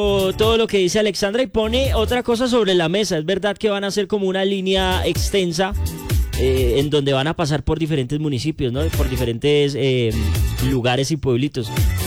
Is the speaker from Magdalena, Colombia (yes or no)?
no; Bogotá, Colombia; y yo que soy rolo, me molesto cuando dicen que es que, que aquí no tienen cultura ciudadana.